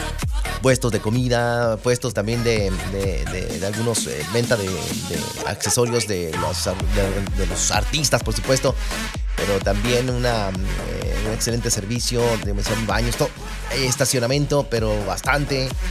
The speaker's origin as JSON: {"language": "Spanish", "country": "Mexico", "said": "también podremos celebrar como buenos mexicanos la victoria de México"}